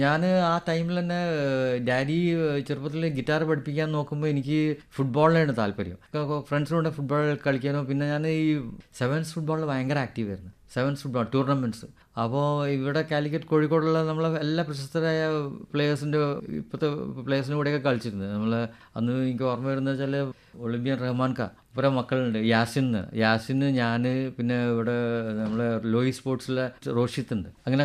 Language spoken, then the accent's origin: Malayalam; Kerala, India; ഞങ്ങൾ ശരിക്കും മലബാറി പ്രോപ്പർ മലബാറി തന്നെയാണ് ബോൺ ആൻഡ് ബ്രോട്ടപ്പ്. അപ്പോൾ ഞങ്ങൾ റൂട്ട്സ് എനിക്കൊന്ന് കണ്ണൂർ ഉണ്ട്, ഹട്ടൻസ് ഉണ്ട്, പിന്നെ തലശ്ശേരി ഉണ്ട്, കാലിക്കറ്റ് ഉണ്ട്. അപ്പോൾ നമ്മളെ കുറേ ഫാമിലി ആ ഭാഗങ്ങളിലുണ്ട്. മലബാർ തന്നെയാണ് നമ്മളത്.